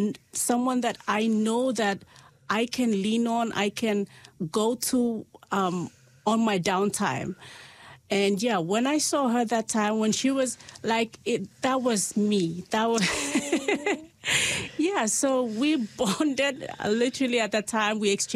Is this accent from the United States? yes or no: no; Vanuatu; moved away as an adult; I am from Vanuatu.